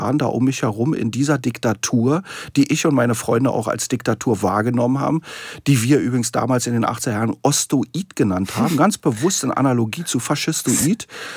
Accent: East Germany, Germany; ich kann mich noch sehr gut an meine Kindheit, Jugend und dann vor allen Dingen mein frühes Erwachsenenleben in der DDR erinnern.

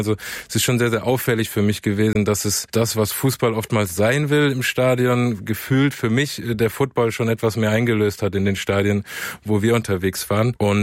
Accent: Pforzheim, Baden-Württemberg, Germany; also ich komme aus Pforzheim. Und Green Bay hat mich ein bisschen an Pforzheim erinnert.

